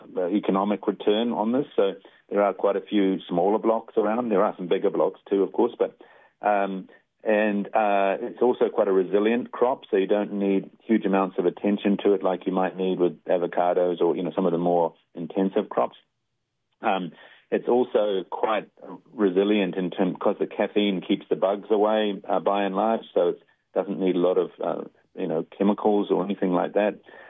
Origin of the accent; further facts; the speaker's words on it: Te Hapua, Northland, New Zealand; but I grew up in Te Hapua and went to Kaitaia College and from the far north, so yeah.